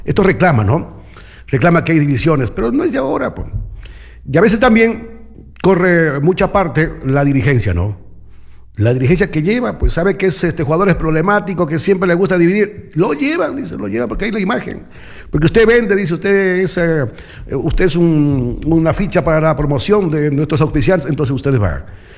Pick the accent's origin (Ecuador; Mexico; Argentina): Ecuador